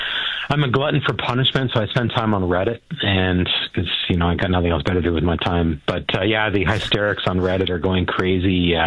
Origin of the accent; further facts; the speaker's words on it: Brampton, Ontario, Canada; Born and raised in Brampton. What can I say? I'm proud to be a Gordo from Brampton.